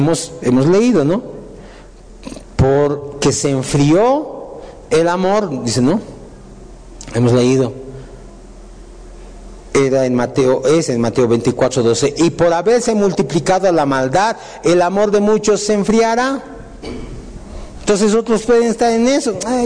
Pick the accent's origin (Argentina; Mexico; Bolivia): Bolivia; Boliviano, sí, eso soy yo, soy boliviano.